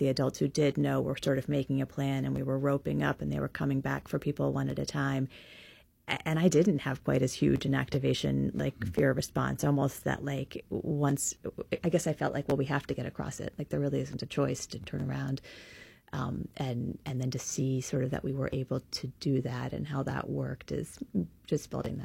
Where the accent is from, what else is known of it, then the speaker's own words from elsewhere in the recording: Kentucky, United States; access to wilderness in a way I could never have imagined growing up in Kentucky